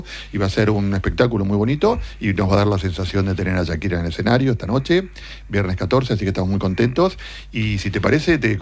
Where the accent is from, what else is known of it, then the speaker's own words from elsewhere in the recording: Argentina; Fíjate que el boxeo, yo que vengo de un país como Argentina, que han salido grandes boxeadores, tiene mucho